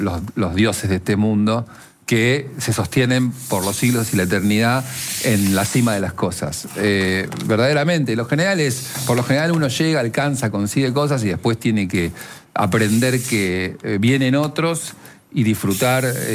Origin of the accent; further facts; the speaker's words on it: Argentina; soy el argentino verdaderamente el que menos le interesa el Mundial